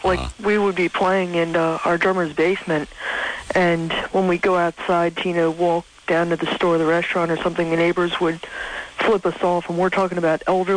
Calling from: Maryland, United States; Maryland, D.C. area.

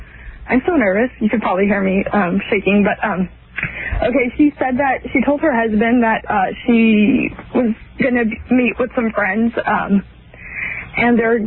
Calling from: Sacramento, California, United States; Sacramento.

